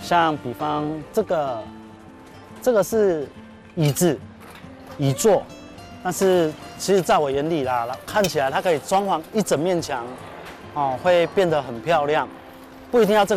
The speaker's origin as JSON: {"language": "Chinese", "region": "Kaohsiung", "country": "Taiwan", "said": "我是高雄人，男子啊，在地这边就是在这里啊。以前这边像乡下一样，但是事隔几年之后变成繁华了。年轻的时候十七八岁的时候就离开这个地方"}